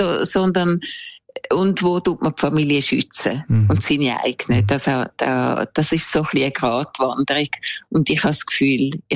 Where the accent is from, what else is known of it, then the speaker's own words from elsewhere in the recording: Switzerland; moved away; beim ersten habe ich so ein bisschen meine Jugend in der Schweiz beschrieben.